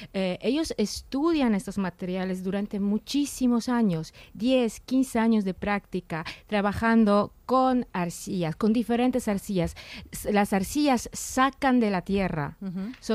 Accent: Lower Silesian Voivodeship, Poland; Spanish is a second language; en la parte del oeste, como Wrocław, que es muy precioso, es muy cerca de mi ciudad natal, porque no había destrucción durante la Segunda Guerra, antes pertenecía también a Alemania.

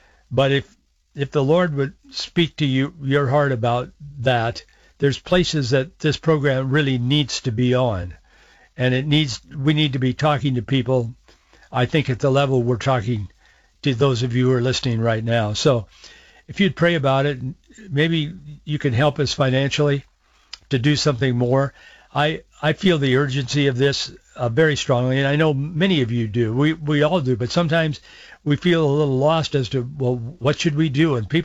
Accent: Yakima, Washington, United States; I was born and raised in Yakima. We lived in the valley for a number of years. Then my parents moved back to Yakima again.

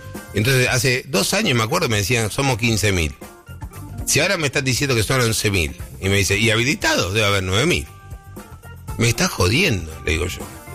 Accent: Argentina; Soy argentino, pienso mal.

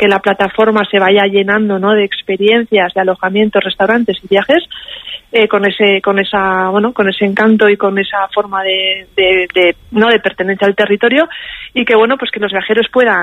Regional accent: Basque Country, Spain; como buenos vascos aquí de Euskadi

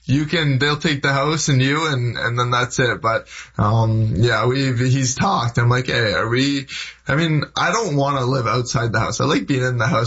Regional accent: Ontario, Canada; Everyone knows Toronto more than Hamilton. So, you know, when I'm in New York and they're like, where are you from? I'm always like, I'm from Toronto.

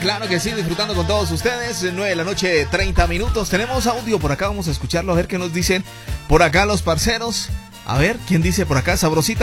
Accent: Cali, Valle del Cauca, Colombia; yo soy caleño, hombre, más caleño que el champús con empanada, mijo, claro que sí. Y también del más caleño que el chontaduro, papi, con jugo de borojó.

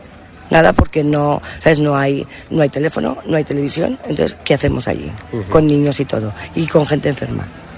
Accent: Martilandrán, Extremadura, Spain

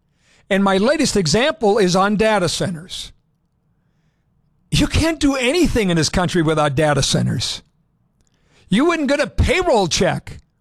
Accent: Montevideo, Minnesota, United States; I'm a city kid with roots in agriculture. And then growing up in Montevideo, grandparents in Canby, Minnesota, corn farmers

